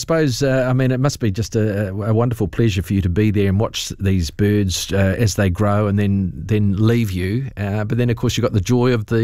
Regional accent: South Island, New Zealand; I'm from the South Island

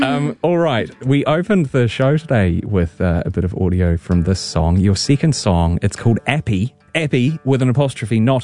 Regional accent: Wellington, New Zealand; born there; also born or lived in Dunedin; when Mum and I moved to from Dunedin to Wellington when I was about 6 years old

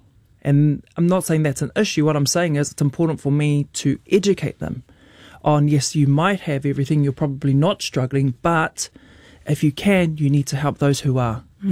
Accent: Mangere, Auckland, New Zealand; also born or lived in Rotorua; I was born in Rotorua, but brought up in Mangere, South Auckland

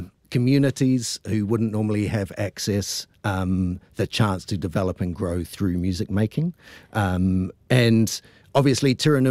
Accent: Palmerston North, Manawatū-Whanganui, New Zealand; moved away as an adult; also born or lived in Liverpool; now in Auckland, New Zealand; a young cellist growing up in Palmerston North.

